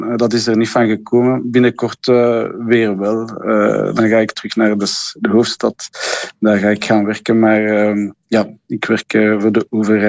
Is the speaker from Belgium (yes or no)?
yes; Brussels, Belgium; Maar wij zijn allemaal ambassadeurs van Brussel. En we zijn daar opgegroeid. En in hart en nieren van onze hoofdstad.